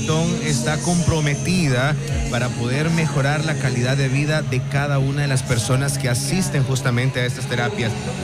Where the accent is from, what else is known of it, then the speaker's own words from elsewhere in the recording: El Salvador; nosotros como salvadoreños